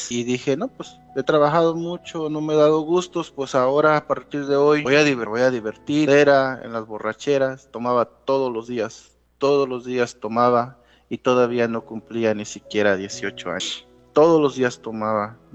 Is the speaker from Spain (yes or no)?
no; Mexico; now in United States; Yo, cuando me vine de México, yo dejé una novia en México. Yo le dije a la novia en México que iba a casarme. Me vine en esa promesa, una novia. Tuve aquí una amiga en Estados Unidos, en Norte Carolina.